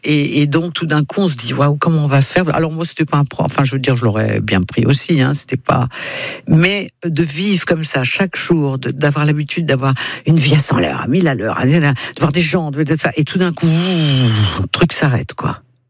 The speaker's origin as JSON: {"language": "French", "country": "France", "said": "Je lui ai dit oui, je suis française."}